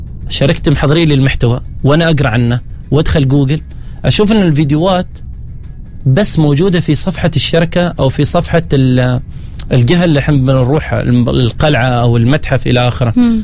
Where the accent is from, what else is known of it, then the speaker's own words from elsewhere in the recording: Oman; لأن حتى أنا كعماني وتابع أصحابي المشاهير ما أشوف في تغطية كبيرة للسياحة إلا لظفار،